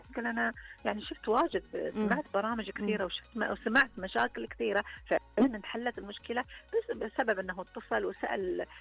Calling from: Saudi Arabia; عندنا في السعوديه

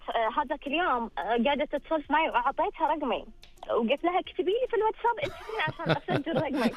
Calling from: Eastern Province, Saudi Arabia; والله احنا منطقتنا بس بين الدمام والقطيف

